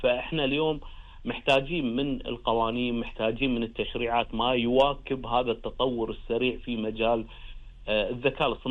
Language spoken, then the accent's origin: Arabic; Kuwait; الاجهزه الامنيه عندنا بالكويت